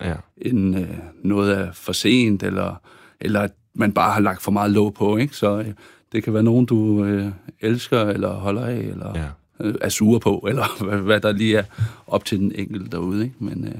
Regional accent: Aarhus, Central Denmark Region, Denmark; Så, at, så 100% at min opvækst på Aarhus Strand har præget mig i mit arbejde.

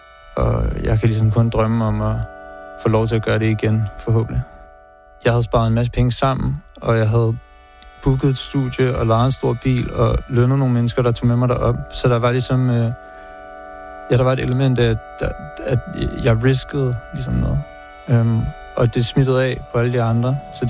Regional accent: Copenhagen, Capital Region of Denmark, Denmark; Jeg kommer fra København.

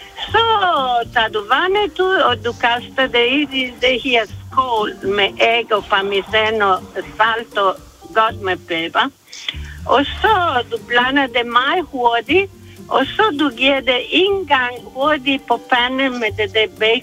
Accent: Italy; moved away; jeg er italiener, og jeg er 71 år gammel.

